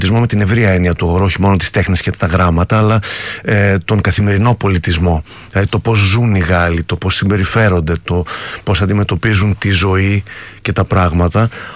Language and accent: Greek; Greece; now in France; Ναι, είμαι ο Έλληνας, αλλά με έχει αγκαλιάσει η γαλλική κουλτούρα, δηλαδή, και η γαλλική κοινωνία.